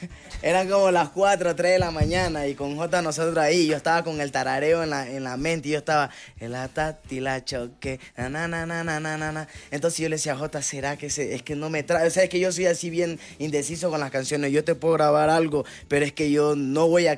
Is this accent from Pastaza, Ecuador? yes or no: no; Esmeraldas, Ecuador; Porque nosotros somos de Esmeralda, de la parte pacífica, o sea, de todo el país, pero la parte pacífica.